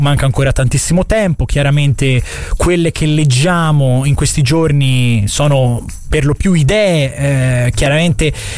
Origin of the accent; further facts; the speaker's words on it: Antella, Tuscany, Italy; sono dell'Antella